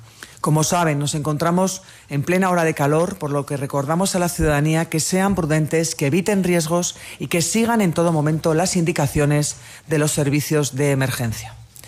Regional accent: Navarre, Spain; pues me voy a llevar el apunte cultural de hoy, martes, a mi tierra, Navarra.

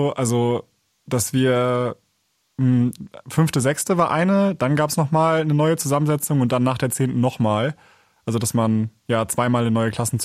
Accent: Schleswig-Holstein, Germany; Nee, also weil ich bin ja in Schleswig-Holstein zur Schule gegangen und ich hatte 4 Jahre Grundschule

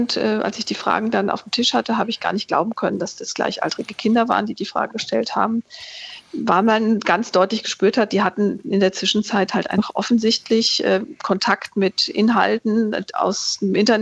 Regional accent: Dietzenbach, Hesse, Germany; in meinem Jugendzimmer in Dietzenbach, wo ich aufgewachsen bin

